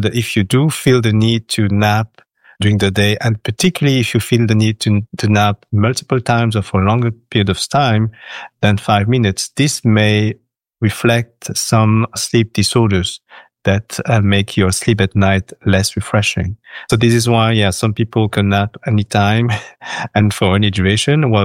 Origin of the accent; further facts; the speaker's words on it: Cairns, Queensland, Australia; from Cairns, Northern Australia.